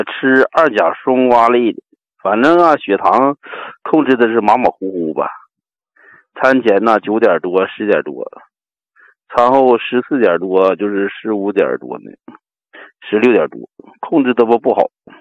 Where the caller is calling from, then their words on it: Nankai, Tianjin, China; 我是天津南开的新朋友。